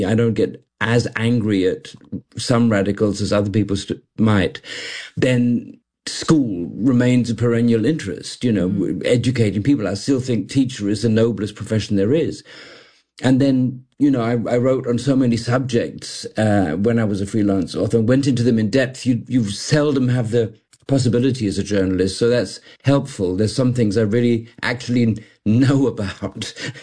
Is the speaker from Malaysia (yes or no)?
yes; Malaysia; also born or lived in London; now in Germany; I was born in London and grew up in what it was then the Federation of Malaya, became Malaysia later. Still, sort of both of them second homes.